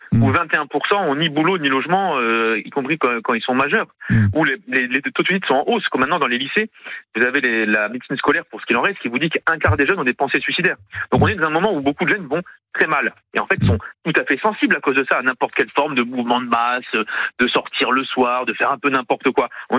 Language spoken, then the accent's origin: French; Toulouse, Occitanie, France; Alors, pour le coup, en tant que Toulousain, il faut dire, dans ma circonscription, il y a un boulevard.